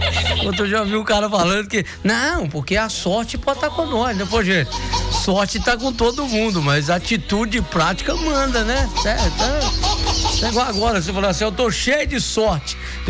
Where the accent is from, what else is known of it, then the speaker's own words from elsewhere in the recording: Brazil; Não, eu sou brasileiro. Torço pro Brasil, tudo bem.